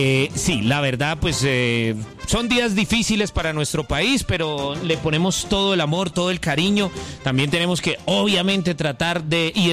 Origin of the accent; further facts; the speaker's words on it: Medellín, Antioquia, Colombia; born there; yo que nací en Medellín, Javiercito.